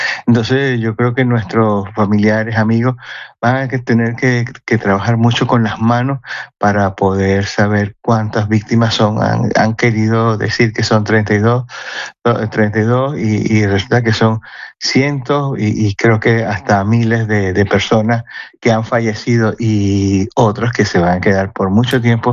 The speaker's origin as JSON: {"language": "Spanish", "region": "Eastern Venezuela", "country": "Venezuela", "moved": "yes", "lives_now": "Canary Islands, Spain", "said": "Nosotros somos del oriente de Venezuela, donde sí se sintió muy fuertemente"}